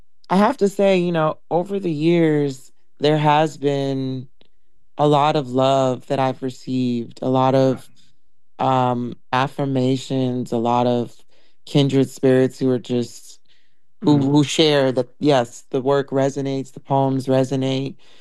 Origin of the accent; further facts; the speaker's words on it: New York City, New York, United States; I am originally from, I was born in Brooklyn. Spent a lot of time raised in different parts of the city, but mostly Brooklyn.